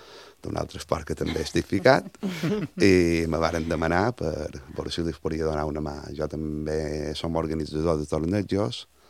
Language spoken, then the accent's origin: Catalan; Montuïri, Balearic Islands, Spain